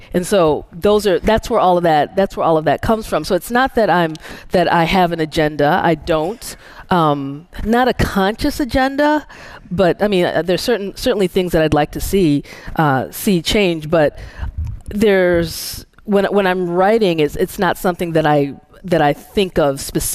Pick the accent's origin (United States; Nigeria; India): Nigeria; especially being Nigerian.